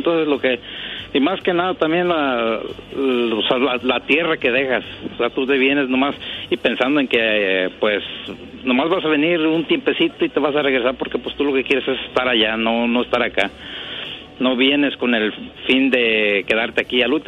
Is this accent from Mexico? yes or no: yes; Tingambato, Michoacán, Mexico; moved away as an adult; now in Camp Verde, Arizona, United States; Se llama un pueblito en Michoacán, se llama Tingambato. Está entre Pátzcuaro y Uruapan.